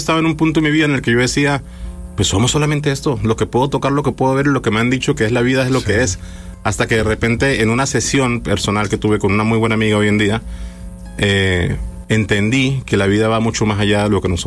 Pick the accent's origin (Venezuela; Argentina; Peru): Venezuela; moved away as an adult; now in Monterrey, Mexico; Venezuela